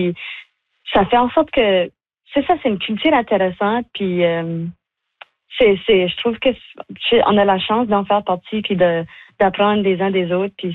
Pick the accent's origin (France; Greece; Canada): Canada; New Brunswick; Je sais que comme en tant qu'Acadien, on se sent plus acadien que Nouveau-Brunswickois